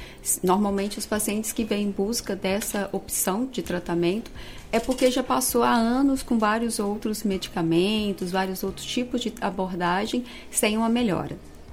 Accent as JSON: {"language": "Portuguese", "town": "Manhuaçu", "region": "Minas Gerais", "country": "Brazil", "said": "sou aqui de pertinho, né, eu sou mineira, de Manhuaçu"}